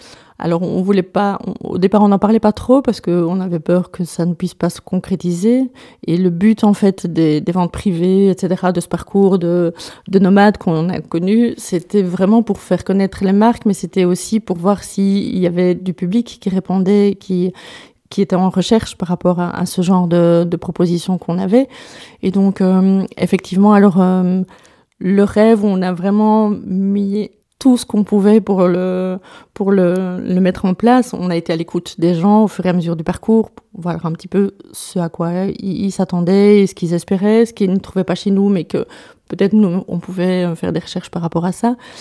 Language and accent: French; Namur, Wallonia, Belgium; Alors non, moi je suis namuroise, pure souche.